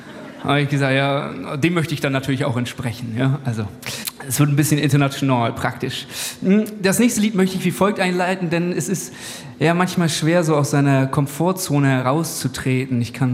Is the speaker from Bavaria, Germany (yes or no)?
no; Neumünster, Schleswig-Holstein, Germany; Ich komme mit einem Mann aus Schleswig-Holstein, Neumünster.